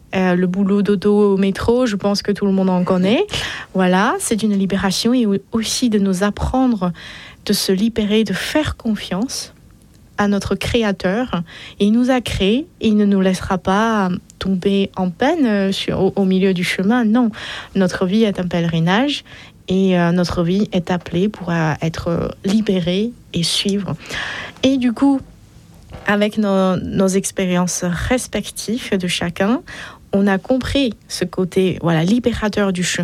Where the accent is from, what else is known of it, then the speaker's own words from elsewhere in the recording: China; nous sommes tous des Chinois, chrétiens, et qu'on a ce feu d'évangélisation